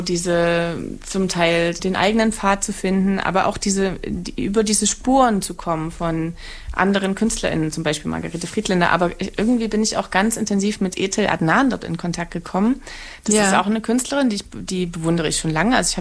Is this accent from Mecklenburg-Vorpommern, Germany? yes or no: no; Saxony, Germany